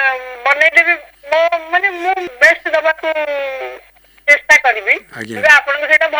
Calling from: Jagatsinghpur, Odisha, India; ଜଗତସିଂହପୁରରୁ।

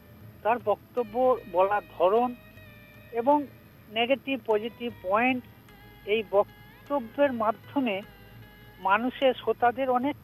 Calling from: Purba Bardhaman, West Bengal, India; আমি পশ্চিমবঙ্গের রাজ্যের পূর্ব বর্ধমান থেকে

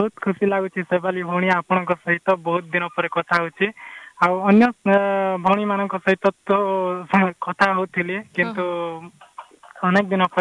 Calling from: Narla, Odisha, India; ମୁଁ ଡୁମାଲୁଦି ନଡ଼ପୁର କଳାହାଣ୍ଡିରୁ

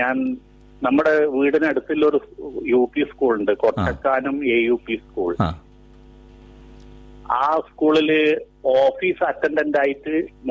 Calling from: Kuveri, Kerala, India; കണ്ണൂർ ജില്ലയില് ചപ്പാരപ്പടു കൂവേരി എന്ന് പറഞ്ഞ സ്ഥലത്തുനിന്നാണ് വിളിക്കുന്നത്.

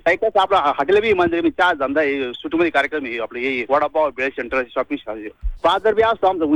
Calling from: Sonai, Maharashtra, India

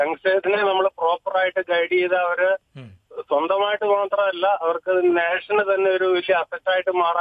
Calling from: Mulanthuruthy, Kerala, India; മുളന്തുരുത്തിയാണ് എന്റെ സ്വദേശം, ചോട്ടാനിക്കര അടുത്ത്.

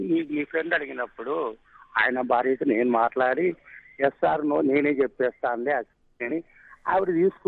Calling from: Kurnool, Andhra Pradesh, India; Madam నేను కర్నూలు నుంచి madam.

